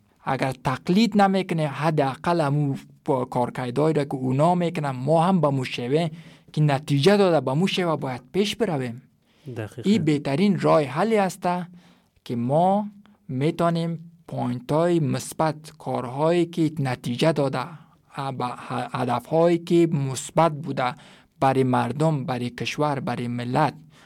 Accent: Afghanistan; moved away; also born or lived in India / Turkey; واقعا خیلی مرا درد میتک که شرایط وطن خودم میبینم.

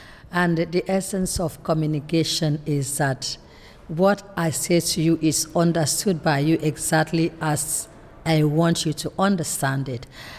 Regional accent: Nigeria; we even say Nigeria because I'm Nigerian.

